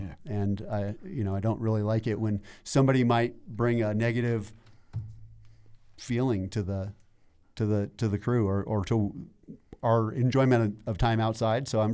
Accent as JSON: {"language": "English", "town": "Arvada", "region": "Colorado", "country": "United States", "tie": "born or raised there", "said": "I'm from Arvada, you know, born and raised here."}